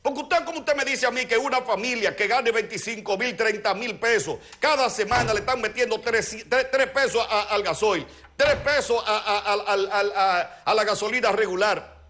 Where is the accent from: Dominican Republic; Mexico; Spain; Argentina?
Dominican Republic; Santiago; moved away; yo vengo de un campo, yo vengo de Canca la Reina, un campo productor de tabaco, yuca, plátano y toda esa vaina. Nosotros nos criamos volando malla.